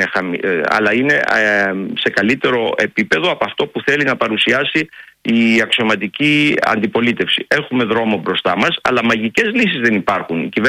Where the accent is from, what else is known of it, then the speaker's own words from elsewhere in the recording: Thessaly, Greece; στην πατρίδα μου, τη Θεσσαλία